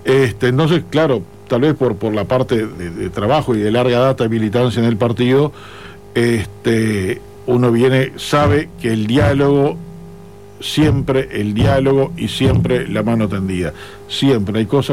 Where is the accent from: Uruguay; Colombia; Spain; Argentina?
Uruguay; Nosotros los inmigrantes que tenemos en Uruguay